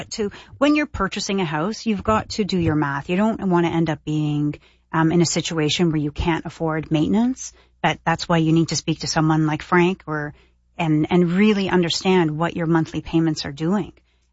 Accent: Toronto, Ontario, Canada; now in Ottawa, Canada; I mean, I grew up in Toronto.

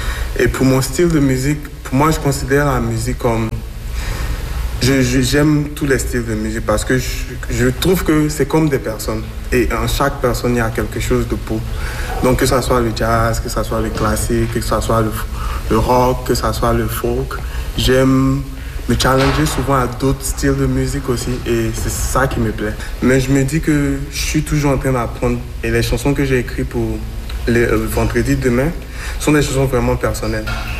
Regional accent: Côte d’Ivoire; quand je viens de la Côte d'Ivoire, de l'Afrique, donc il y a un peu de... les traditions africaines, la musique africaine qui inspire ma musique.

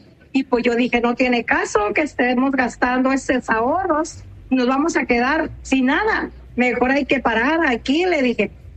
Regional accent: Nayarit, Mexico; moved away as an adult; now in United States; Yo soy de Nayarit.

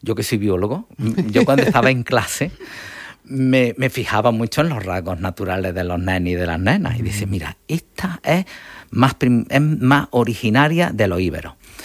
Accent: Andalusia, Spain; yo por ejemplo, me dicen, tú que eres andaluz, ciudadano del Estado español, pero yo soy andaluz.

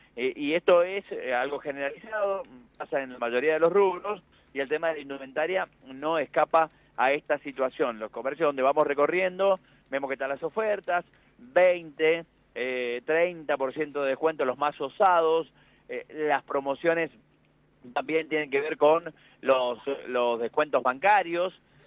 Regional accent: Mendoza, Argentina; todos los mendocinos que estamos ya palpitando lo que va a ser el Día de la Madre

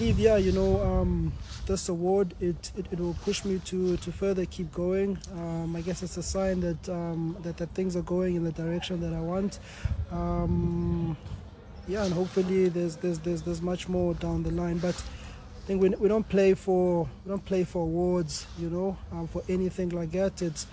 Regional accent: South Africa

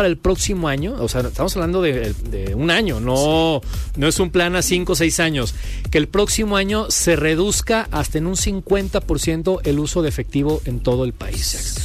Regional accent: Mexico

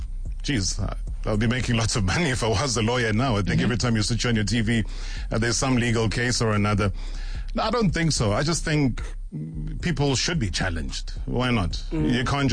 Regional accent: Vryheid, KwaZulu-Natal, South Africa; I was born in Vryheid, and you grew up in Kandla.

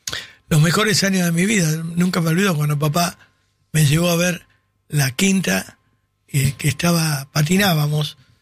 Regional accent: El Cazador, Buenos Aires Province, Argentina; Yo me crié en El Cazador.

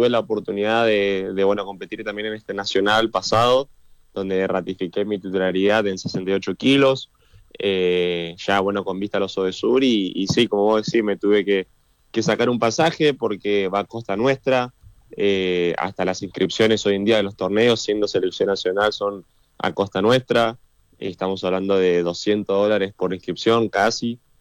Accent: Plottier, Neuquén, Argentina; moved away as an adult; now in Corrientes, Argentina; Mencionando Neuquén, bueno, nací en Plotier. Toda mi vida la hice en Neuquén. Tomé la decisión en 2023 venirme para Corrientes.

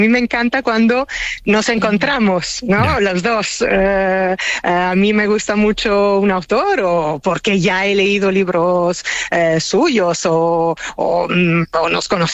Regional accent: Italy; Spanish is a second language; Mira, hay algo que me gusta mucho de España, y yo soy italiana

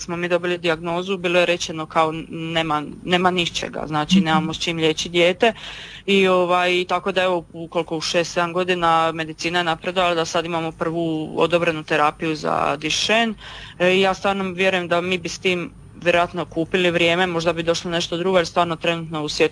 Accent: Zadar, Zadar County, Croatia; i mi smo iz Zadra

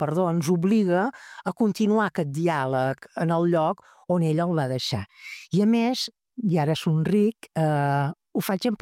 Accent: Menorca, Balearic Islands, Spain; som la gent de Menorca

